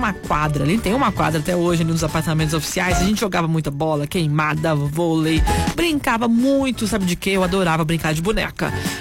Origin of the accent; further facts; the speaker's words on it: Três Corações, Minas Gerais, Brazil; ali perto de onde eu cresci, aqui em Três Corações. Eu cresci ali perto dos apartamentos oficiais